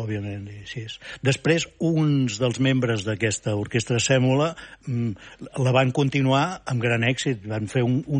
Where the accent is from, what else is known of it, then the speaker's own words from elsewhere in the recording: Barcelona, Catalonia, Spain; now in Vic, Spain; Sí, som nascut a Vic.